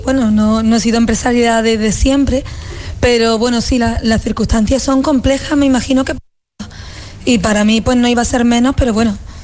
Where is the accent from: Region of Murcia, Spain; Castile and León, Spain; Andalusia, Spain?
Andalusia, Spain; Málaga; Yo soy malagueña de aquí toda la vida